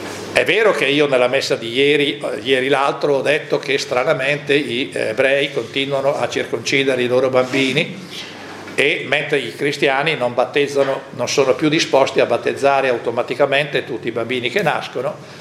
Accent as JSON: {"language": "Italian", "region": "northern Italy", "country": "Italy"}